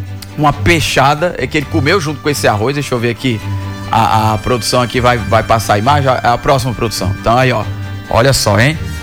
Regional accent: Northeast Brazil, Brazil; a gente, no Nordeste

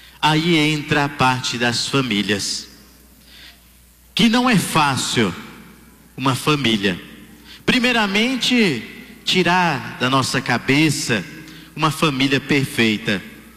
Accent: Tanque Novo, Bahia, Brazil; moved away as an adult; now in Jacaraci, Brazil; sou natural de Tanque Novo

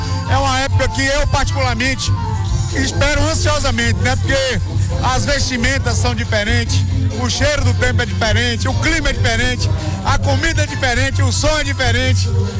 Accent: Guanambi, Bahia, Brazil

